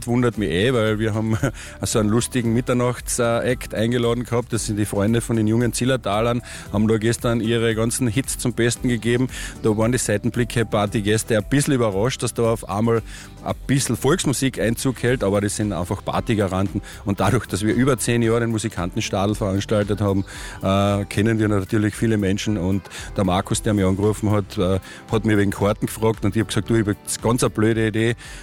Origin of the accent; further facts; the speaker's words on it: Liebenfels, Carinthia, Austria; ich selber bin ja aus Liebenfels